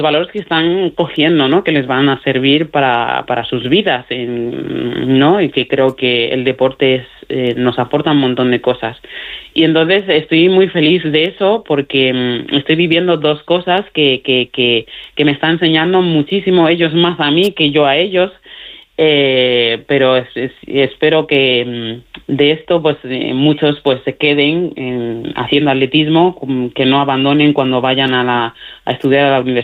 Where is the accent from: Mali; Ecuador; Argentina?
Mali; Spanish is a second language; tengo una pareja maravillosa que también es de Mali y estamos volviendo a retomar el dialecto y bueno, volviendo a enraizarme, ¿no?